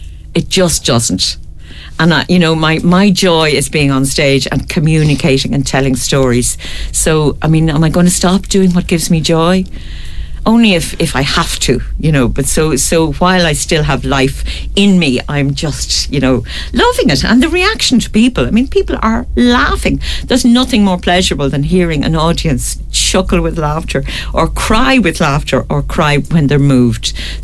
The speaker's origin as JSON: {"language": "English", "country": "Ireland", "said": "as Irish people, we always laugh in the most tragic of situations."}